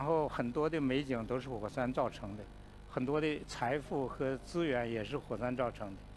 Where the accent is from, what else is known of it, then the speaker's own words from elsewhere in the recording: Northeast China, China; 我是东北人，本来是不怕冷的，但是到南极我不怕冷，我这个照相机怕冷。